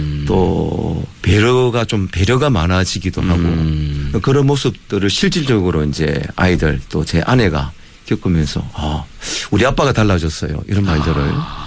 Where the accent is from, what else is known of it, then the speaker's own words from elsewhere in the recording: Busan, South Korea; also born or lived in Masan; 태어난 곳은 마산인데 삶의 어떤 뭐 무슨 생활을 끄는 부산이었다 보니까